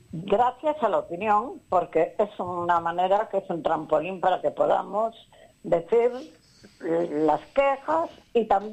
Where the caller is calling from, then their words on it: Bueu, Galicia, Spain; Yo le llamo desde el Concello de Bueu, o sea, Ayuntamiento de Bueu